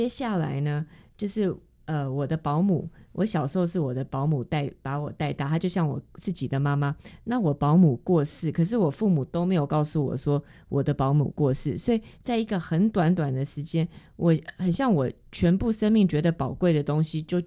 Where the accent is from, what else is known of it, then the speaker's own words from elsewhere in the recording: South Korea; moved away; also born or lived in Switzerland / United States; 当时呢, 我是韩国人